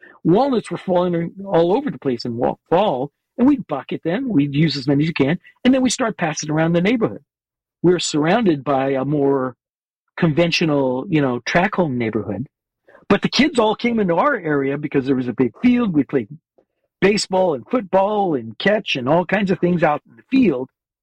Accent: San Jose, California, United States; You know, I grew up in San Jose. That was the Valley of the Heart's Delight. It was the prune capital of the world.

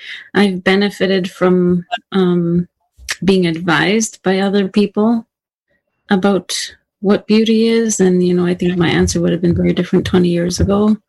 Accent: Iqaluit, Nunavut, Canada; I'm from Iqaluit in Nunavut in the Canadian Arctic, and I'm born and raised here. My family's from here.

